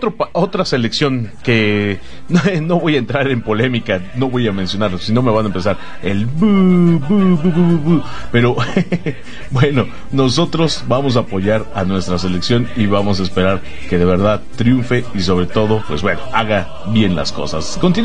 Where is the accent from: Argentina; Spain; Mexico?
Mexico